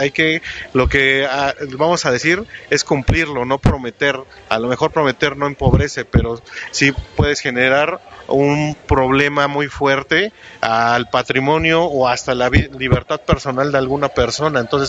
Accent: State of Mexico, Mexico; yo soy del Estado de México.

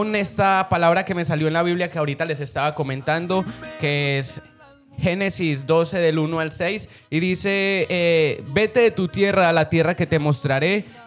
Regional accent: Paisa region, Colombia; moved away as an adult; now in Valencia, Spain; Soy paisa

